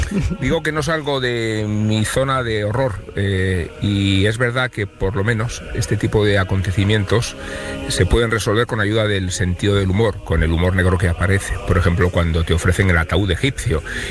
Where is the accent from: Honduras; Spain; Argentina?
Spain; Salamanca, Castile and León; asistir hace muy poco a unos funerales en Salamanca, de donde vengo.